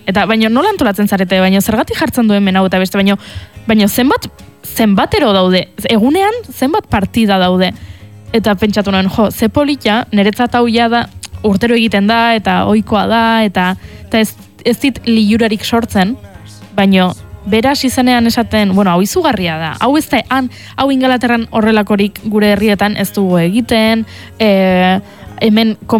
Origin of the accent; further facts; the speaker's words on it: Tolosa, Basque Country, Spain; gure herrian, nire herrian, Tolosan